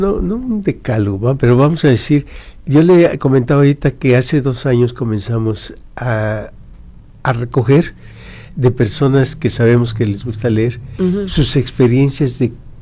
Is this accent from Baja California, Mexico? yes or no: yes; Tijuana, Baja California, Mexico